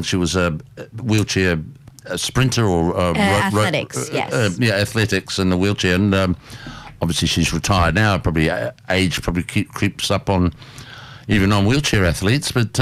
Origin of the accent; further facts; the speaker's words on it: New Zealand; I'm sort of more of a rugby man growing up in New Zealand